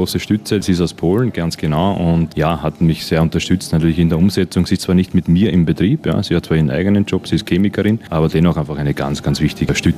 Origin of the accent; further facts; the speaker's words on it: Burgenland, Austria; der Bäcker Schummig aus Ostlieb, das ist der Ort, wo ich herkomme